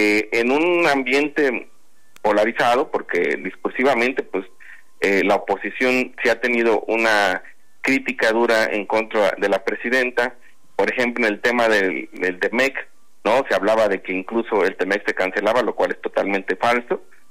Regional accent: Mexico; como mexicanos sigamos unidos para defender la soberanía de nuestro país, ¿no? Al final de cuentas, pues México es uno, y todos vivimos en este hermoso país.

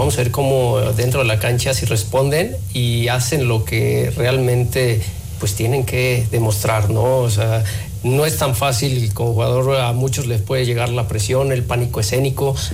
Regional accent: Catalonia, Spain; Sí, somos catalanes.

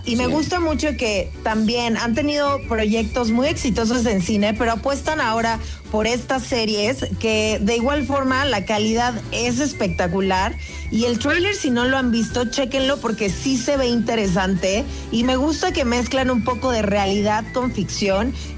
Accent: Mexico

